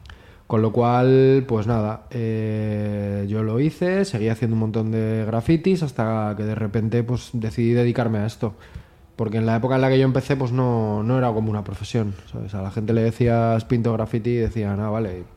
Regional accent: Madrid, Community of Madrid, Spain; born there; also born or lived in Majadahonda / Boadilla del Monte; yo nací en Usera, pero ya luego estuve en Mojadahonda, luego en Boadilla, luego en Madrid, por la zona del barrio del Carmen

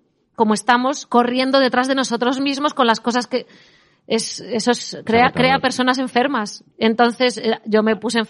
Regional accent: San Antolín de Ibias, Asturias, Spain; volverme a mi pueblo, que yo vivo en un pueblo de aquí de Asturias, en San Antolín de Ibias

